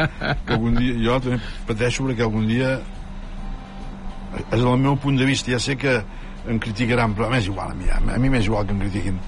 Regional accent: El Vendrell, Catalonia, Spain; els que som de Vendrell de tota la vida

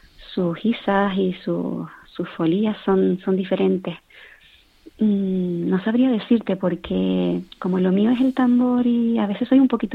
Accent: Canary Islands, Spain; nuestro folclore o nuestra música de Canarias

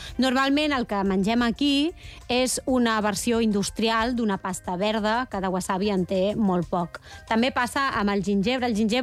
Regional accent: Catalonia, Spain; El cap de vall som catalans.

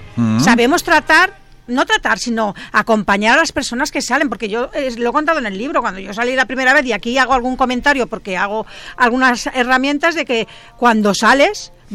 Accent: L'Hospitalet de Llobregat, Catalonia, Spain; Yo nací en Hospitalet y me crié hasta los 18 años en Santuralia.

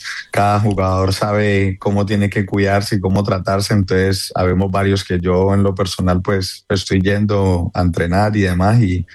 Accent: Cali, Valle del Cauca, Colombia

